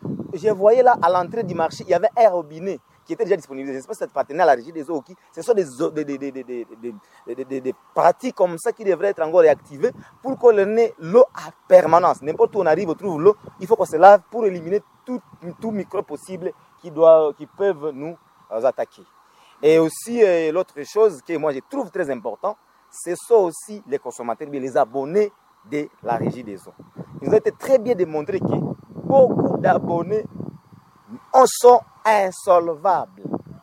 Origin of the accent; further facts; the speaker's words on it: Butembo, North Kivu, DR Congo; born there; Je suis né à Butembo car cette entreprise existait déjà.